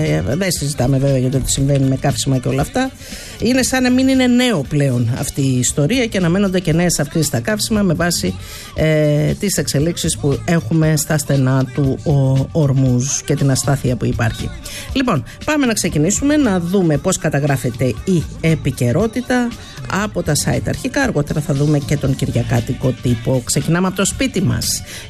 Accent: Malesina, Central Greece, Greece; στις Μαλεσίνες, που είναι το χωριό μου.

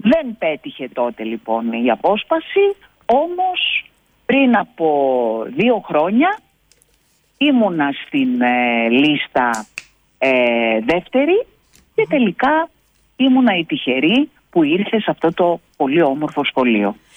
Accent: Piraeus, Attica, Greece; moved away as an adult; also born or lived in Thessaloniki, Greece; now in Lubumbashi, Democratic Republic of the Congo; αν και είμαι από τον Πειραιά, ζω τα τελευταία 30 χρόνια στη Θεσσαλονίκη

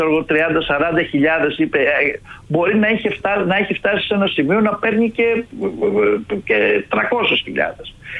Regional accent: Greece; Κάποτε ήμασταν εμείς οι Έλληνες

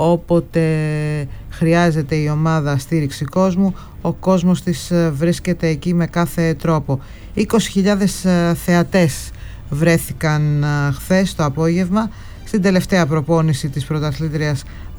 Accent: Thessaly, Greece; Εγώ προσωπικά, να σας πω, που είμαι και από τη Θεσσαλία

